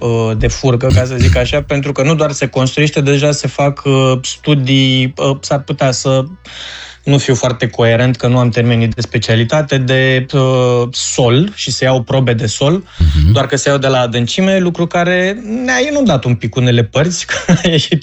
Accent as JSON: {"language": "Romanian", "town": "Focșani", "region": "Vrancea County", "country": "Romania", "also_born_or_lived": "Bucharest", "moved": "yes", "lives_now": "Timișoara, Romania", "said": "eu de fapt sunt din Focșani-Vrancea, deci din patria vinului."}